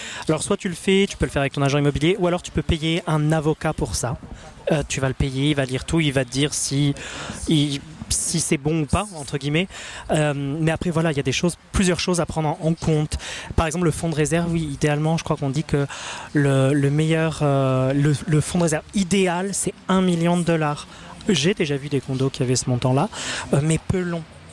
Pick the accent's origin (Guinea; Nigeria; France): France; now in Winnipeg, Canada; je suis français, tu le sais, je te parle beaucoup de la France. J'adore partager mon temps entre la France et Winnipeg.